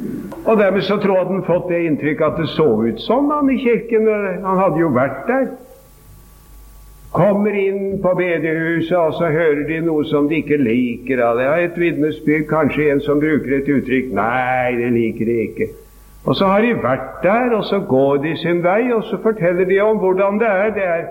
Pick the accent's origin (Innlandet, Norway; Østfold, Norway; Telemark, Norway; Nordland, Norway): Østfold, Norway; Sarpsborg; Jeg er hjemme i Sarpsborg, min hjemby.